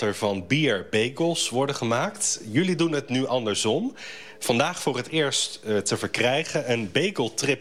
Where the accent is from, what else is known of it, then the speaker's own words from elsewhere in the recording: Westland, South Holland, Netherlands; Ik kom ook uit het Westland.